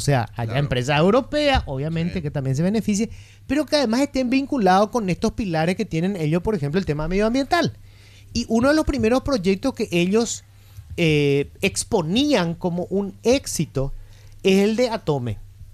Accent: Paraguay; Nosotros como consumidores paraguayos, ¿verdad?

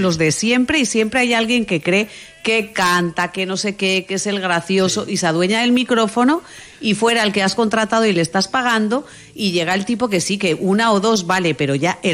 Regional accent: Basque Country, Spain; me lo puedes pedir a mí, que soy del norte y vasca también

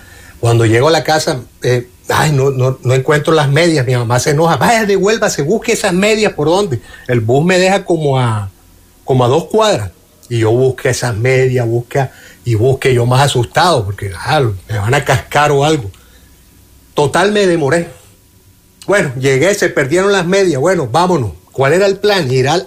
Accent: Barranquilla, Atlántico, Colombia; now in Canada; Yo tenía 10, 11 años. En Barranquilla, yo soy de Barranquilla, vivo en Canadá

